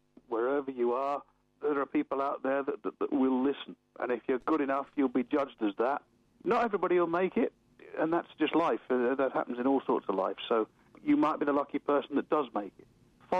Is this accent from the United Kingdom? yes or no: yes; England, United Kingdom; moved away; I'm from England.